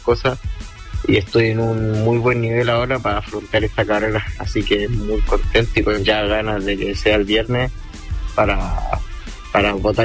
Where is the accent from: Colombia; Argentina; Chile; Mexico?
Chile; también es una responsabilidad ya para mí como chileno.